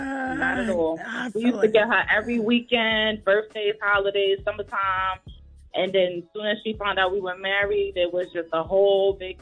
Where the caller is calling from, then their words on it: The Bronx, New York, United States; Girl. The Bronx. Good morning, everybody.